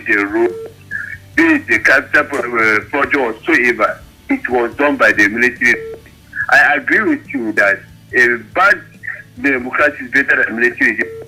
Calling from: Doma, Nasarawa, Nigeria; calling you from Doma Ogogo.

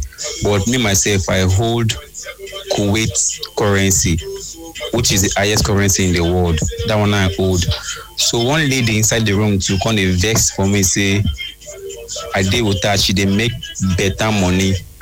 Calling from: Port Harcourt, Rivers, Nigeria; I'm calling from Port Harcourt.

